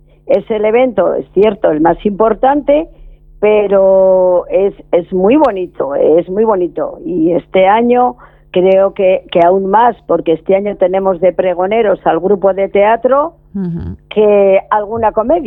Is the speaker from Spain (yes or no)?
yes; Pradoluengo, Castile and León, Spain